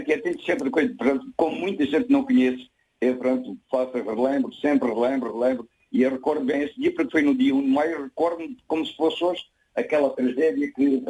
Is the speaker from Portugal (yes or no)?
yes; Almodôvar, Alentejo, Portugal; born there; se costuma dizer que é nasci mesmo em Almodóvar.